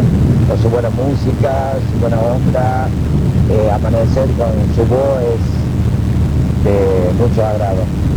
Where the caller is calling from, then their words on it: San Luis, Argentina; de la ciudad de San Luis, de la provincia del país.